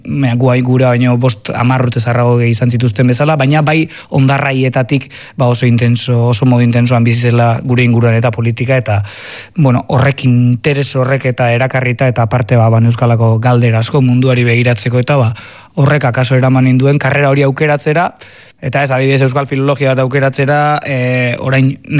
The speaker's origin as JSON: {"language": "Basque", "town": "Azpeitia", "region": "Basque Country", "country": "Spain", "said": "Gu presoak, osea, ni Azpeitiarra naiz, da nik ez dakit 9 kuadrotan ezagutu nitun herriko 9 preso."}